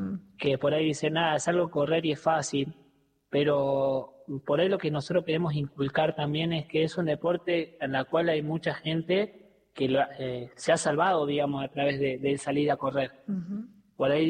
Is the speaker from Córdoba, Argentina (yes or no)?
yes; Córdoba, Argentina; Después está Mikey de Salta, bueno, yo soy de Córdoba, está Mikey de Salta